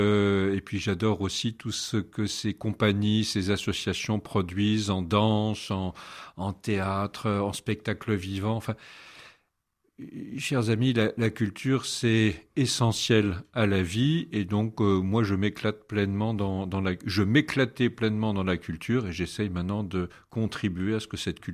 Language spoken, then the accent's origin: French; Metz, Grand Est, France; Oui, je suis messin, je suis né à Metz et j'ai fait toutes mes études, tout mon parcours à Metz